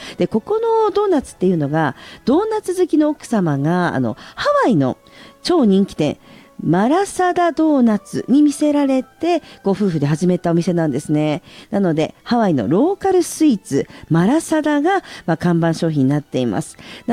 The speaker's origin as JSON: {"language": "Japanese", "town": "Sapporo", "region": "Hokkaido", "country": "Japan", "tie": "born or raised there", "moved": "yes"}